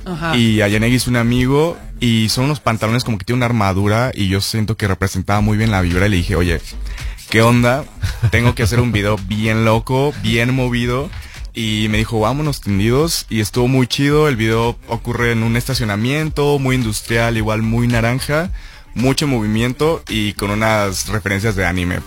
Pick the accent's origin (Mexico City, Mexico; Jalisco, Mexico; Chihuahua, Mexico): Jalisco, Mexico; Guadalajara; born there; De aquí a Chivas, porque nací en Guadalajara.